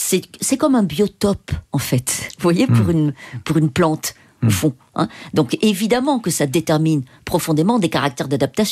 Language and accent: French; Auvergne-Rhône-Alpes, France; born or raised there